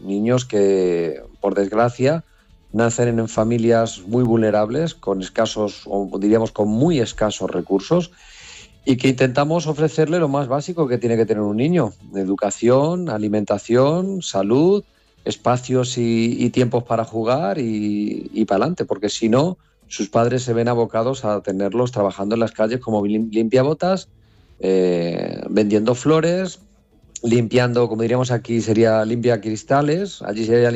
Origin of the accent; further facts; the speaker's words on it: Herencia, Castilla-La Mancha, Spain; moved away as an adult; now in Las Caobas, Dominican Republic; somos precisamente dos manchegos que estamos allá, el padre José de Villarrubia de los Ojos y yo de Herencia, y desde el 2009 estamos en esa parroquia